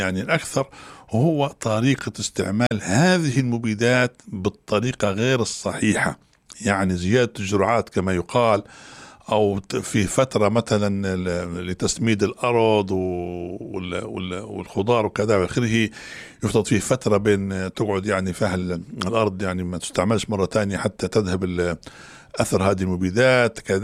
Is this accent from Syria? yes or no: no; Libya; وحنا كنا كليبيين